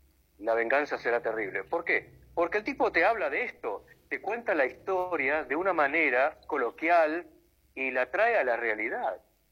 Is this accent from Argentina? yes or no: yes; Argentina